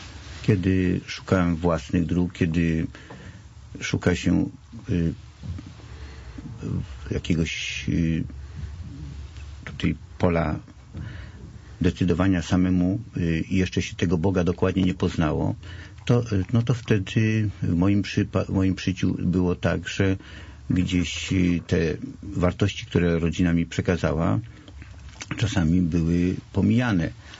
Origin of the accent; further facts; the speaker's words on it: Warsaw, Masovian Voivodeship, Poland; Warszawa. Cały czas urodziłem się i mieszkałem w Warszawie.